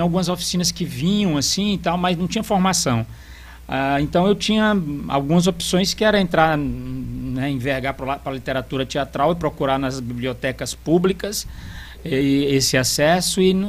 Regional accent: Pacajus, Ceará, Brazil; born there; Nasci em Pacajus.

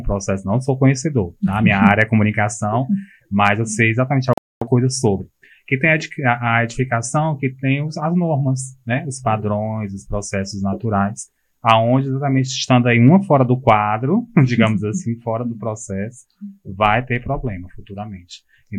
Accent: Fortaleza, Ceará, Brazil; É igual o Conjunto Ceará, onde eu nasci. Nasci e me criei.

